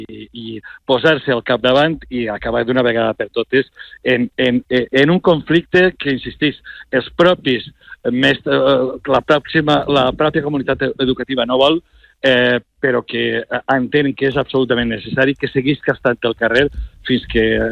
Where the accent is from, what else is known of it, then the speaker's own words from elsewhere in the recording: Valencian Community, Spain; jo soc valencià